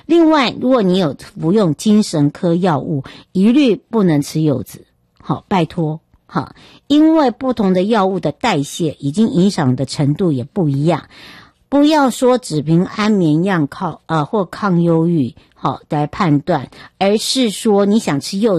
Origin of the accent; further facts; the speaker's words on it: Taiwan; moved away; 要回到我的故乡花东纵谷